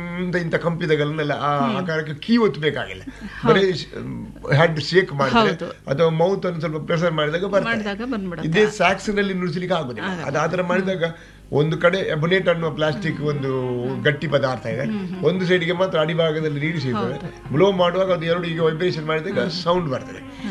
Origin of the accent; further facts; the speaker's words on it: Karnataka, India; ಮೂಲತಃ ನಾನು ಬಾಣೆ ಮಂಗಳೂರಿನ ಹತ್ತಿರ ಬಂಟ್ವಾಳ ತಾಲೂಕಿನಲ್ಲಿ ಗ್ರಾಮ ಅಲ್ಲಿ ಯಾವುದೇ ಸೌಕರ್ಯಗಳಿಲ್ಲ. ನಡ್ಕೊಂಡು ಹೋಗ್ಬೇಕು ಪೇಟೆಯಿಂದ 5-6 kilometers ನಡ್ಕೊಂಡು ಹೋಗಿದ್ದು.